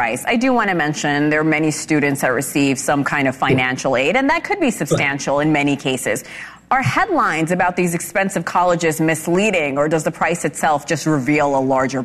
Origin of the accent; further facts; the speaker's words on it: New York City, New York, United States; I grew up in the New York City education system